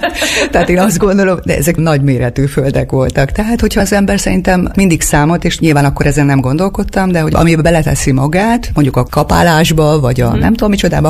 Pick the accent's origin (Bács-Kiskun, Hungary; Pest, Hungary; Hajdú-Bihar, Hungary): Hajdú-Bihar, Hungary; Debrecen; also born or lived in Nyíradony; Nyíradonyi származású vagyok, Debrecenben születtem 1973-ban